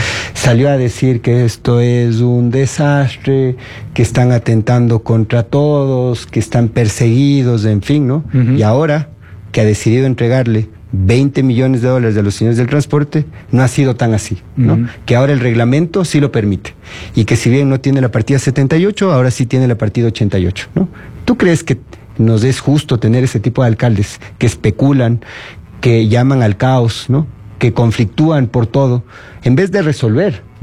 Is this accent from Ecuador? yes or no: yes; Quito, Pichincha, Ecuador; lo que hemos vivido como quiteños